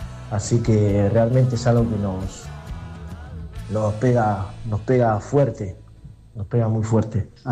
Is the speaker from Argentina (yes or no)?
yes; Bosques, Buenos Aires Province, Argentina